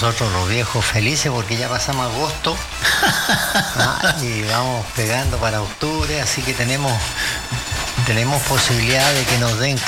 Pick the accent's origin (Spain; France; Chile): Chile; Santiago, Santiago Metropolitan Region; moved away; Incluso yo, que me crié en Santiago...